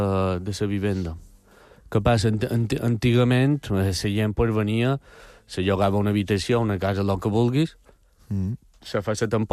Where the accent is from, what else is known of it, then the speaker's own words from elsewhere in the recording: Balearic Islands, Spain; No, jo soc mallorquí.